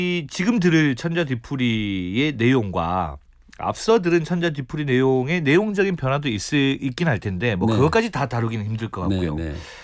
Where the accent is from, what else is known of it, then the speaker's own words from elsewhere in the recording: South Korea; 이게 약간 예전에 그 이제 섬에서 컸으니까 네. 바닷가에 떠내려온 신문을 보면 종이 신문 보면